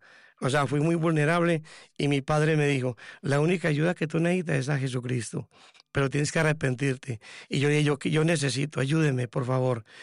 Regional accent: Medellín, Antioquia, Colombia; moved away as an adult; now in Basque Country, Spain; yo soy colombiano, de Medellín, y llevo aquí unos 18 años en el País Vasco.

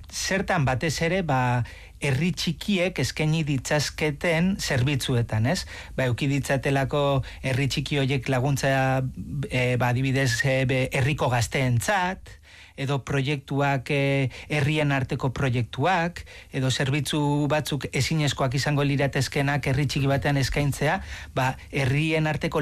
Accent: Laguardia, Basque Country, Spain; nire herria, Biasteri, ba, Biasterik badauka udaletxea

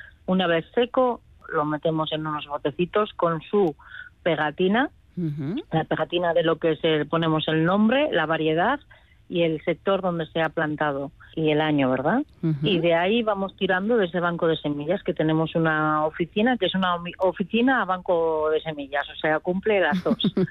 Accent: Biscay, Basque Country, Spain; En Vizcaya, ¿no? Que es de donde soy.

